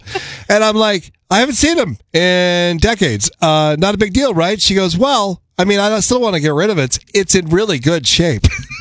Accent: Medford, Oregon, United States; moved away; I went back to my hometown of Medford, Oregon.

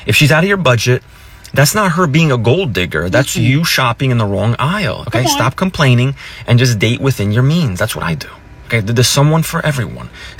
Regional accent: New Jersey, United States; I grew up with them. These are my people. But I'm from Jersey. I'm not from Monte Carlo, and that's okay.

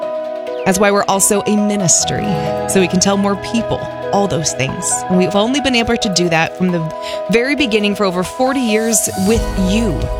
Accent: Wichita, Kansas, United States; I'm from Wichita. We're neighbors.

